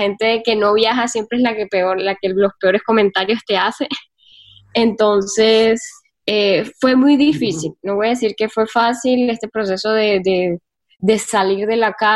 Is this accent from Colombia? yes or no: yes; Caribbean Region, Colombia; born there; yo vengo de Colombia, yo nací en Colombia, nací en el Caribe colombiano y pues es una zona que una mujer estando sola, recorriendo el mundo sola, no es muy común, para nada común.